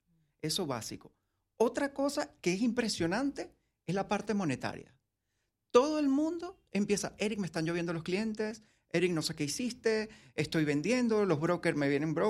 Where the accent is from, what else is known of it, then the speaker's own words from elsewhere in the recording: Venezuela; born there; Mis padres son italianos, yo nací en Venezuela.